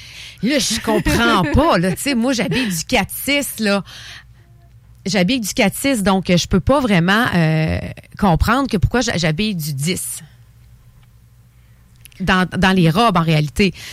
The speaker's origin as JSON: {"language": "French", "town": "Thetford Mines", "region": "Quebec", "country": "Canada", "said": "Moi, je viens de Tetford Mines."}